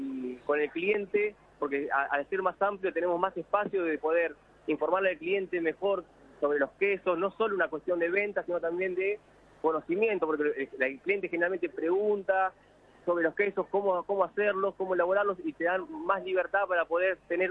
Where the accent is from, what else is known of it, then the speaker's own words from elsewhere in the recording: 9 de Julio, Buenos Aires Province, Argentina; Somos de 9 de Julio, provincia de Buenos Aires, una cuenca láctea